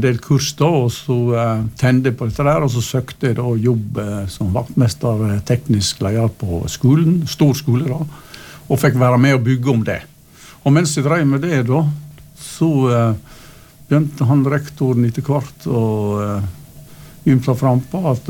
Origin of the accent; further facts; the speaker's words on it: Øvre Årdal, Vestland, Norway; moved away as an adult; now in Innvik, Stryn, Norway; Jeg har vokst opp i Øvre Årdal og vært der for det meste. Ja, jeg er stolt Årdal.